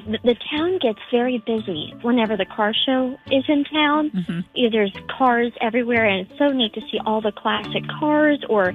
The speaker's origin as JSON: {"language": "English", "town": "Carlisle", "region": "Pennsylvania", "country": "United States", "tie": "born or raised there", "moved": "as an adult", "lives_now": "Maryland, United States", "said": "I'm from Carlisle, Pennsylvania."}